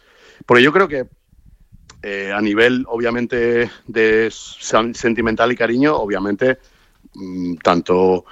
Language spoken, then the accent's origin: Spanish; Spain; Obviamente, como español que era, que soy